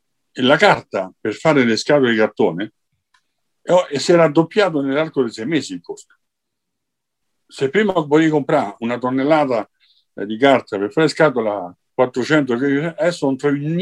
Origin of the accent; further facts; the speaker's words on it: Chile; Italian is a second language; sì, certo, è un mio paese